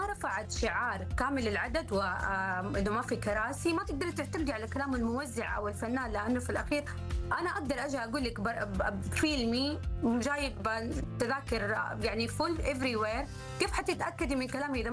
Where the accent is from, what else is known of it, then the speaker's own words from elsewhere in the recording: Saudi Arabia; يعني زي ما بصير عندنا بالسعوديه، احنا عندنا هيئه الافلام مثلا تتولى هذه المهمه